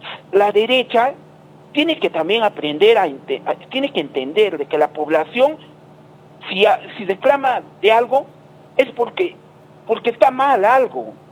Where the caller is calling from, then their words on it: Peru; como comunidad peruana